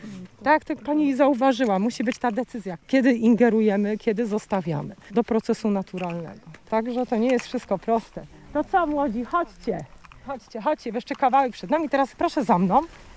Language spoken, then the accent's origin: Polish; Silesian Voivodeship, Poland; moved away; Ja jestem z okolic Zawiercia, województwo śląskie.